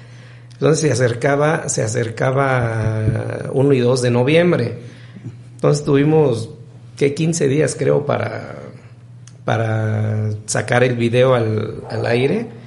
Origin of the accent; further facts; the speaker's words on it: Totontepec, Oaxaca, Mexico; Soy de Totontepec, soy de la sierra.